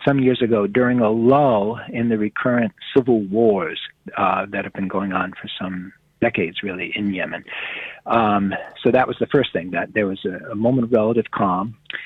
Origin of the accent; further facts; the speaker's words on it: United States; So I tell them, Catholic, Christian, you know, mm-hmm. and on top of that, you know, I'm an American